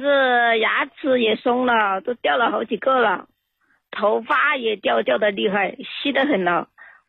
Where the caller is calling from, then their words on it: Chongqing, China; 哎，我是重庆的，